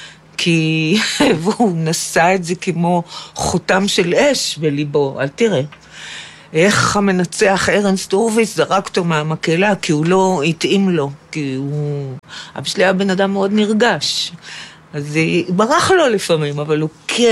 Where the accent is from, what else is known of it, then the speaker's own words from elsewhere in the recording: Ayelet HaShahar, Northern District, Israel; also born or lived in Afula; נולדתי ב-1951 באפולה להוריי אליזה וברוך, ולשתי אחיותיי הגדולות ממני, שרה ורחלי, ודי מהר עברנו לאיילת השחר.